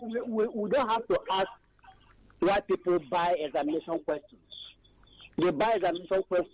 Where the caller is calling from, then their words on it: Nigeria; I'm calling from Abarangeni.